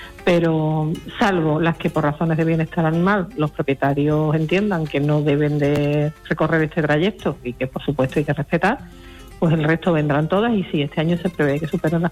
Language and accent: Spanish; Hinojos, Andalusia, Spain; Yo soy sobre todo hinojera y me siento muy, muy orgullosa de mi pueblo